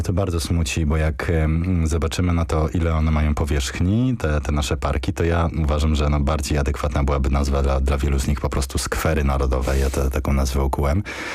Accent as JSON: {"language": "Polish", "region": "southern Poland", "country": "Poland", "said": "Pochodzę z południa Polski"}